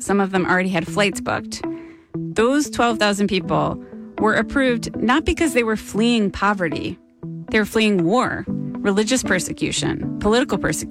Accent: United States; My parents grew up in South Africa. I grew up in America, watching South Africa. It's where our family was.

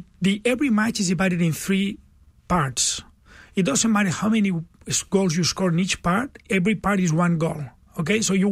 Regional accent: Barcelona, Catalonia, Spain; now in Houston, United States; I'm 62. I still play soccer. I'm from Barcelona, from Spain.

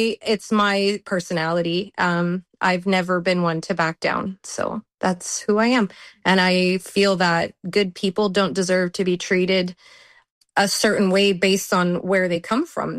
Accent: Canada; moved away as an adult; also born or lived in Australia / New Zealand / England; now in United States; And my Spanish is terrible. I grew up in Canada, so I was able to use the French that I learned in school to help with the Spanish.

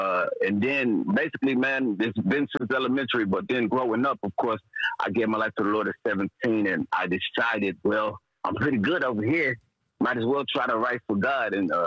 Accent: Huntsville, Alabama, United States; born there; Man, I was born in Huntsville.

